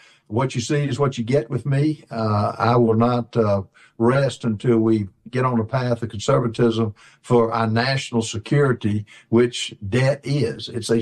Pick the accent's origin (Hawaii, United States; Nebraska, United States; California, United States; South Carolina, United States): South Carolina, United States; Rock Hill; I'm from Rock Hill, South Carolina.